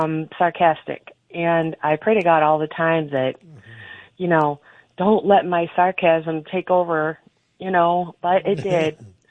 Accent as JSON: {"language": "English", "region": "Michigan", "country": "United States", "said": "I'm from Michigan."}